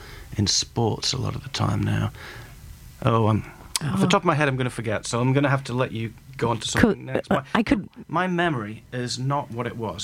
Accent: England, United Kingdom; moved away as an adult; also born or lived in New York; now in United States; I'm English.

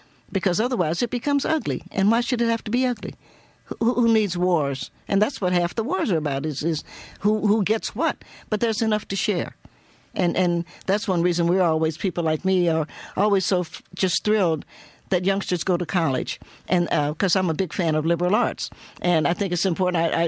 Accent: Appalachia, United States; first of all, we're Appalachian, and there's just nothing. America would not be America without Appalachia

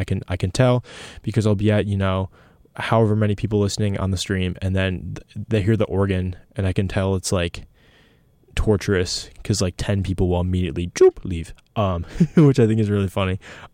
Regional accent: Michigan, United States; It'll take me from my hometown, which is Southeast Michigan

